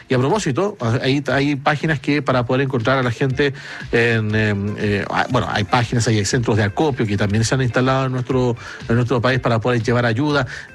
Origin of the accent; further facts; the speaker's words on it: Chile; nosotros como chilenos sabemos de terremotos